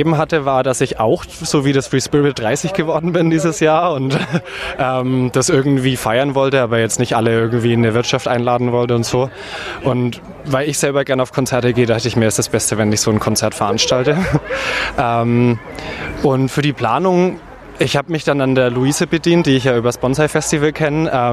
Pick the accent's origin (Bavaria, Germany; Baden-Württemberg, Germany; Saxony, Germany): Bavaria, Germany; Nuremberg; Ich bin aus Nürnberg hier direkt